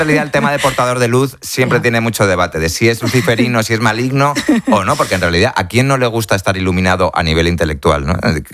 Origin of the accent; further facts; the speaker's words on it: Spain; Esto está hecho precisamente porque yo soy español y yo he estado ahí.